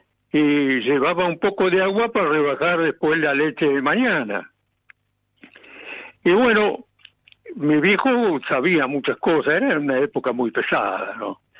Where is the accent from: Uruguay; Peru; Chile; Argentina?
Argentina